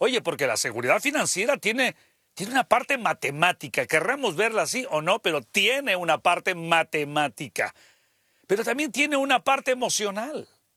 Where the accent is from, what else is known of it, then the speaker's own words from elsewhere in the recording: Mexico; now in United States; para la multiplicación somos muy buenos los mexicanos